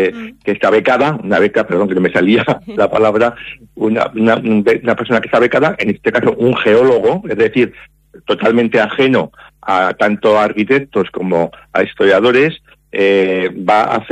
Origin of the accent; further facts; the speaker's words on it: Zaragoza, Aragon, Spain; yo soy mayor, estoy jubilado, pero yo desde que comencé mi carrera profesional, soy de Zaragoza